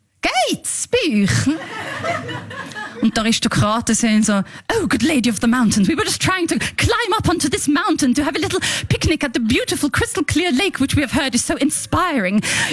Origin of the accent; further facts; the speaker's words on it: Switzerland; Aber ich hab schon das Gefühl, ich bin hier in der Schweiz aufgewachsen. Ich habe die Ansprüche, die man hat, wenn man in der Schweiz aufwächst.